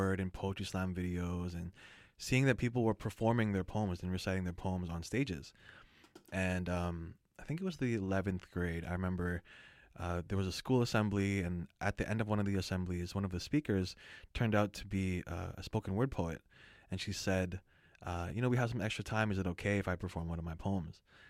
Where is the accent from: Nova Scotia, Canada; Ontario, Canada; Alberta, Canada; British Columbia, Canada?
British Columbia, Canada; Surrey; born or raised there; also born or lived in Vancouver